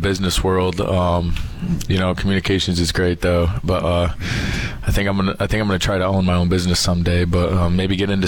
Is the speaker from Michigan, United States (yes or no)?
yes; Schoolcraft, Michigan, United States; I'm from Schoolcraft, Michigan, about an hour south of Grand Rapids, a smaller town.